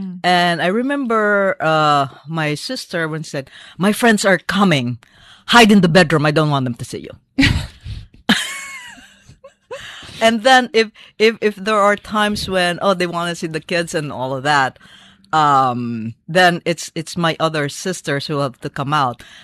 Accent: Philippines; born there; Yes, I was born in the Philippines.

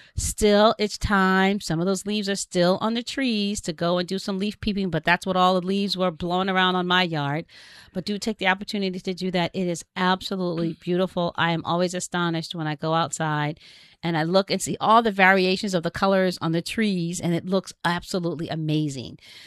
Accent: New Jersey, United States; now in New Hampshire, United States; I grew up in New Jersey

